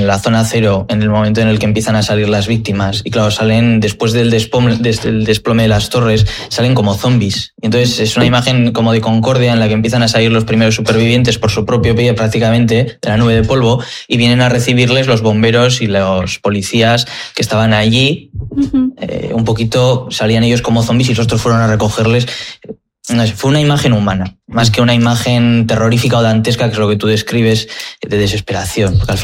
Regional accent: Spain; por ser españoles

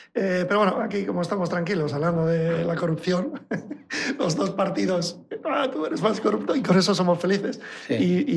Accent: Leioa, Basque Country, Spain; La margen derecha, porque yo salgo de Artaza, yo soy

